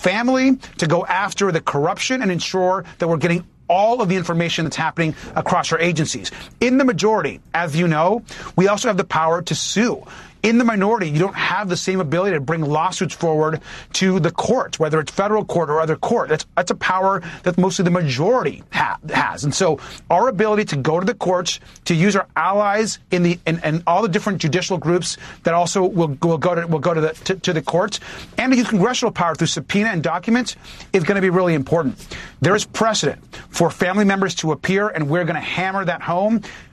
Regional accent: United States; as an American

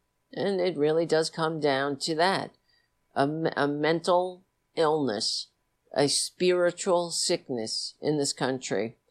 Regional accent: New York City, New York, United States; After the attack, I served this country in uniform after witnessing the towers fall in my hometown, and I felt like I needed to do something to help.

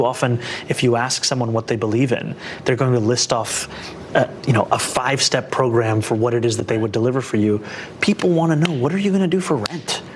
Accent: New York City, New York, United States; we are both from New York City, and we share a love of this city

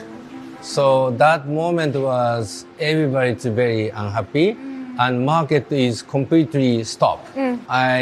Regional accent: Japan; English is a second language; I am Japanese. I came from East.

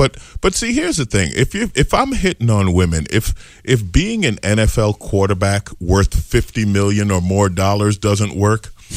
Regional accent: New York, United States; I'm a Jet fan. I grew up in New York. I'm a Jet fan.

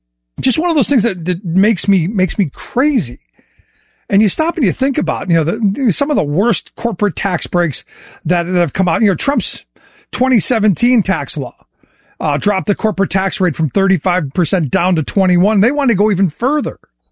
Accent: Cleveland, Ohio, United States; like when I grew up in Cleveland, they gave them energy.

